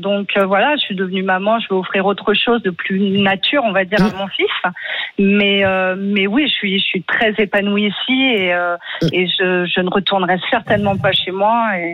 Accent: Provence-Alpes-Côte d'Azur, France; also born or lived in Paris; now in Chamonix, France; Je viens d'un petit village de l'arrière-pays grassois.

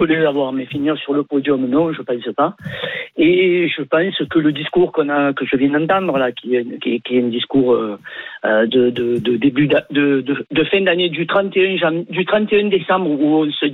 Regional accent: Marseille, Provence-Alpes-Côte d'Azur, France; connaissant Marseille depuis 65 ans, on va dire, puisque je suis natif de Marseille

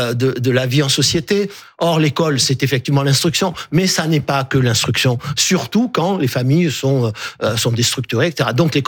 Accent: Arles, Provence-Alpes-Côte d'Azur, France; une ville comme la mienne, qui est une ville de 50 000 habitants, parce que je suis né à Arles et j'y ai passé mon enfance

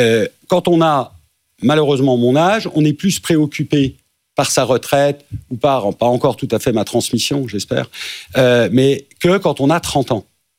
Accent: Nantes, Pays de la Loire, France; Moi, nous, on vient de Nantes.

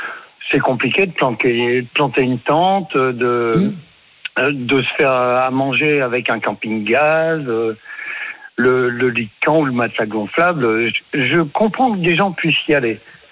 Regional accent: Auvergne-Rhône-Alpes, France; Je suis originaire d'Auvergne, je connais quelques spots qui sont assez sympas.

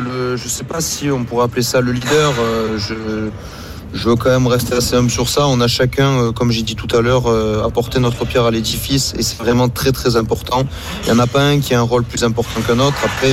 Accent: Marseille, Provence-Alpes-Côte d'Azur, France; nous sommes originaires de Marseille.

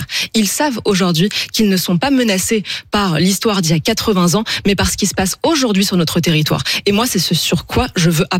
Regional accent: Île-de-France, France; lorsque j'ai grandi en Seine-Saint-Denis et que j'étais dans une école juive

